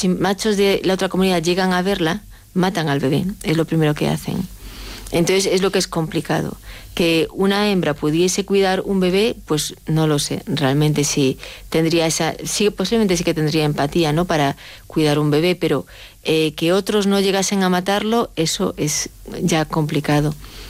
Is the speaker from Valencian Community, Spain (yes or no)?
no; Galicia, Spain; Yo soy gallega, ¿no? Los gallegos estamos en Galicia. Bueno, yo no estoy en Galicia ahora, pero tenemos un... No tengo mucho acento, pero yo antes tenía acento.